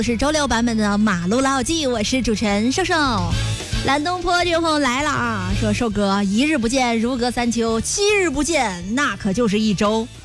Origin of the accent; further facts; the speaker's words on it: Jiaozuo, Henan, China; moved away; 就是回到我的老家焦作啊，